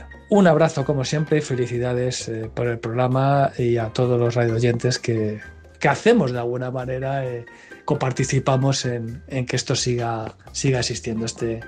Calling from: Madrid, Community of Madrid, Spain; de Madrid.

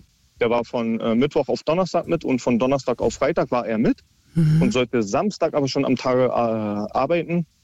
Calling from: Berlin, Germany; ich komme ja aus Berlin

